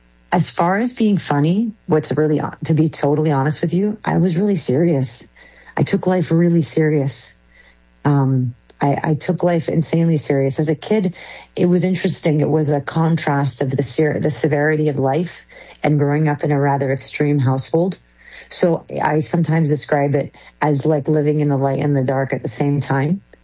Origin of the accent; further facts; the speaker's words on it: Florida, United States; I was born in South Florida. I'm actually first generation American born. My family is Lebanese and they immigrated here from Sierra Leone, West Africa.